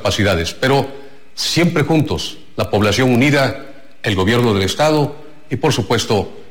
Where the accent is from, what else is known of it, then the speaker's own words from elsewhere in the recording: Juchitán, Oaxaca, Mexico; las familias de Juchitán, una ciudad a la que pertenezco, de donde soy originario